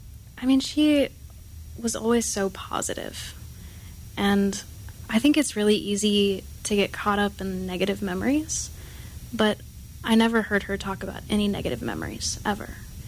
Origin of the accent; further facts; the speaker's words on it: Kansas, United States; moved away as an adult; I'm from outside of Kansas City, Kansas. I was raised there, and I lived there until I was 18 years old.